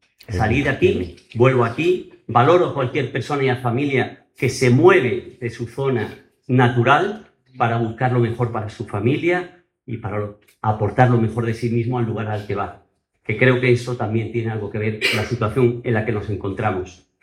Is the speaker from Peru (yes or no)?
no; Ceuta, Spain; born there; moved away; also born or lived in Galicia / Province of Cádiz / El Puerto de Santa María; Yo soy un ceutí, por así decirlo, de la diáspora. Yo soy un natural de Ceuta, de tercera generación, de 56 años, nacido en el Hospital de la Cruz Roja, criado hasta que tuvimos que marcharnos en los grupos Alfau.